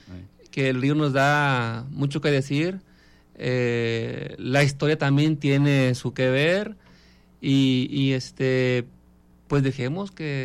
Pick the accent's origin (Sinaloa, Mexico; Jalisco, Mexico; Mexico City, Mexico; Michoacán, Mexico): Jalisco, Mexico; los que somos de Tecomate